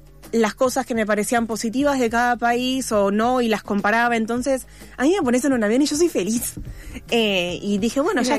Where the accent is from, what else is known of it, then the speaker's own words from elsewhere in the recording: Argentina; moved away as an adult; Inglés y portugués por mis papás. Yo soy argentina, hija de brasileros. Mis abuelos maternos eran argentinos. Mi familia como que cruza, estamos por todos lados, y yo no hablaba nada de chino, sí inglés.